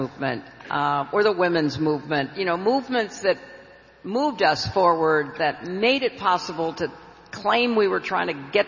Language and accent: English; Park Ridge, Illinois, United States; also born or lived in Chicago; I was living in Park Ridge, Illinois. I was born in Chicago, but I grew up in Park Ridge.